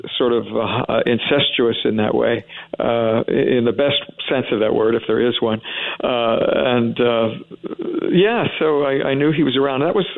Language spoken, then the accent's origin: English; Columbus, Ohio, United States; moved away as an adult; now in California, United States; I moved to California from Columbus, Ohio, when I was 20 years old in 1976